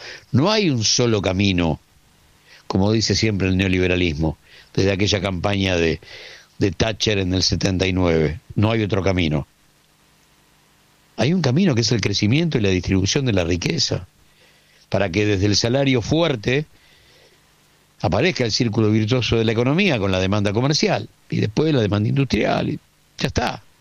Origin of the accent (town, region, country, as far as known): Argentina